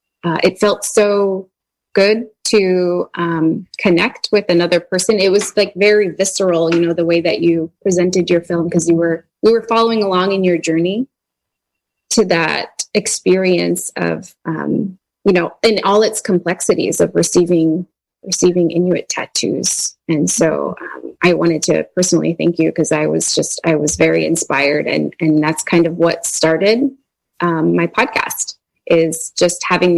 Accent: Utqiagvik, Alaska, United States; I was born and raised in Utqiagvik, formerly known as Barrow.

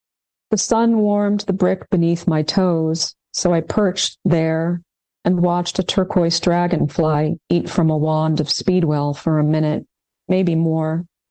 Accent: Jeddah, Makkah Province, Saudi Arabia; was a young girl memorizing Quran and living in the city of Jeddah, my hometown, we were very isolated from the West.

